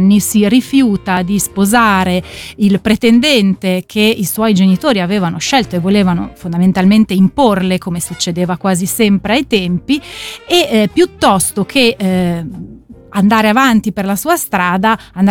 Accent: Genoa, Liguria, Italy; il mio legame con Genova è molto stretto, perché da bambina sono proprio cresciuta a Genova

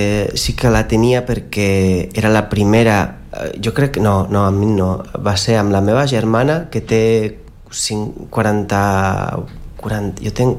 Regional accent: Lasarte, Basque Country, Spain; jo sóc d'un poble, de fet, sóc d'un poble que es diu La Sarte, però ningú el coneix, i llavors dic que sóc de Sant Sebastià

